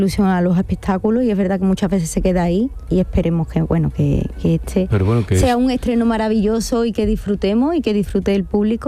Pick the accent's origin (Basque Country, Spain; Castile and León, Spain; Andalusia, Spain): Andalusia, Spain; Seville; Y no se puede hacer en Bienal de Sevilla, me da mucha pena porque es mi tierra. Tengo 49 años